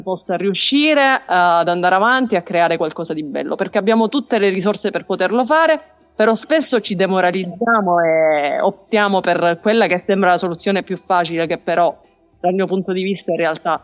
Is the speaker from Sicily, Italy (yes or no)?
yes; Sicily, Italy; Io sono nata in un posto di montagna, cioè per me ogni giorno, ogni mattina uscire di casa e vedere l'Etna che mi guarda e mi accompagna nei miei viaggi siculi